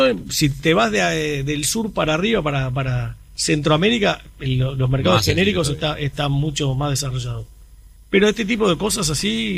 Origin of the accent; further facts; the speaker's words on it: Uruguay; Somos difíciles acá en Uruguay